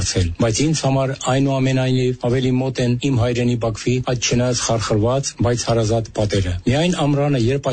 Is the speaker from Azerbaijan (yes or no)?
yes; Baku, Azerbaijan; moved away as an adult; Ես ամեն ինչ կտայի, որպեսի վերադառնամ Բաքու, իմ մանկության, պատանեկության ու երիտասարության քաղաք, բայց ոչ ժամանակակից Բաքու։